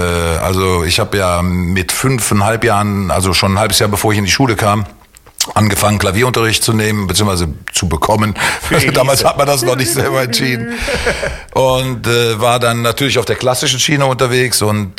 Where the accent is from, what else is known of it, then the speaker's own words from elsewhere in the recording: Osterath, North Rhine-Westphalia, Germany; Ich bin genau genommen Osterrater. Ich sag mal, gut, Meerbuscher akzeptiere ich, wenn man das sagt, aber ich bin Osterrater.